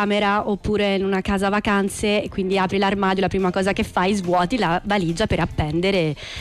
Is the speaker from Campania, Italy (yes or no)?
yes; Campania, Italy; now in Rome, Italy; E io sono molto legata al mio territorio e anche a Roma, perché poi ho la mia famiglia paterna romana qui su Roma, però sono anche campana.